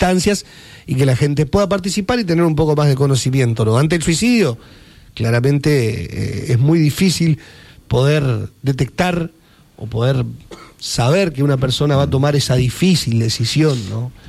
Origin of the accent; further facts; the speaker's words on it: Uruguay; yo pertenezco a esta comunidad, somos uruguayos, vamos arriba, estamos en Mundial, cuarto de final